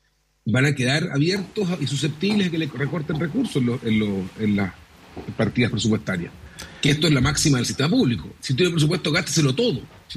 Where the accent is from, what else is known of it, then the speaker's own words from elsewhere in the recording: Concepción, Biobío, Chile; Yo soy de Concepción